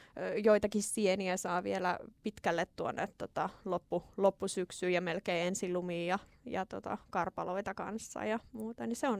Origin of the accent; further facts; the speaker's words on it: Jyväskylä, Central Finland, Finland; kotikaupungissani Jyväskylässä